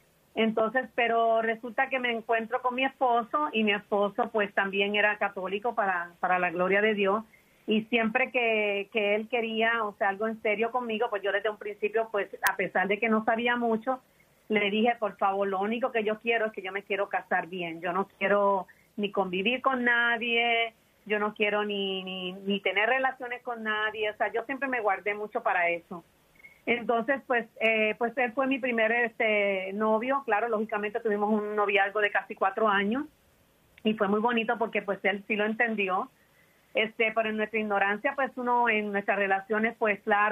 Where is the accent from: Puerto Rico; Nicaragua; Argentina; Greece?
Puerto Rico; moved away as an adult; now in United States; pues en mi país era un poquito difícil encontrar el trabajo, pues eso fue lo que nos hizo dar el cambio a Estados Unidos, porque mi esposo pues trabajó para ser mecánico de avión, y entonces en Puerto Rico los trabajos no eran tan fáciles entrar en esa área